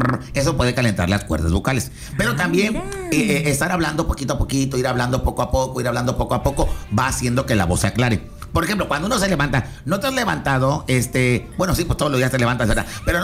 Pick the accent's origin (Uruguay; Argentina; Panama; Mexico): Mexico; soy mexicano. Soy mexicano.